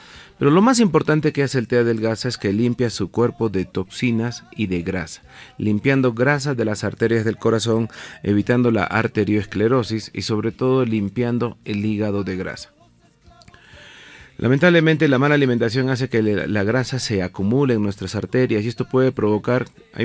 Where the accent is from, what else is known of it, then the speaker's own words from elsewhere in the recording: Tarija, Bolivia; soy médico farmacólogo, médico fitoterapeuta, médico naturista. Yo vengo desde la ciudad de Tarija.